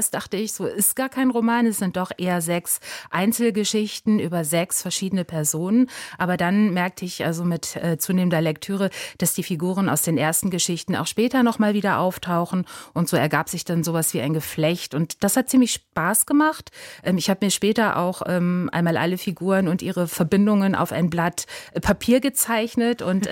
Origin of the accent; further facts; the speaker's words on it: Germany; Ich als Deutsche habe natürlich Schwierigkeiten, an Geister zu glauben.